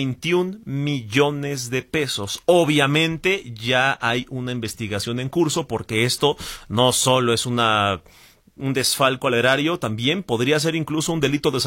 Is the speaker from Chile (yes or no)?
no; Mexico; ¿Qué permiso tenemos como mexicanos?